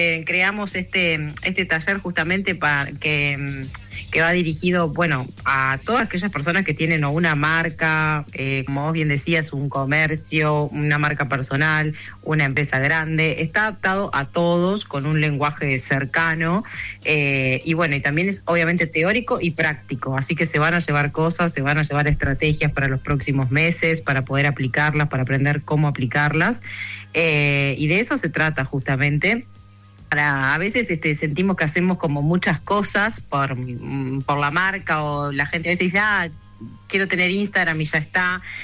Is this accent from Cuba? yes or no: no; Tacuarembó, Uruguay; moved away; yo vuelvo a mi tierra natal acompañada de otra tacuarembuense